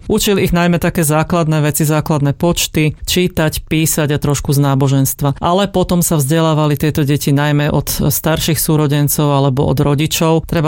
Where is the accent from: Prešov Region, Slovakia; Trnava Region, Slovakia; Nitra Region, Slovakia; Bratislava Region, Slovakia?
Trnava Region, Slovakia; Smolenice; pochádzam zo Smolenic a obec Smolenica aj okolité obce sú známe tým, že tam žili potomkovia huncokárov.